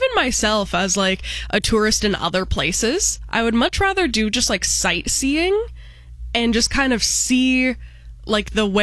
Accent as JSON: {"language": "English", "area": "Niagara", "region": "Ontario", "country": "Canada", "tie": "born or raised there", "said": "Because my best friend and I, we grew up in Niagara"}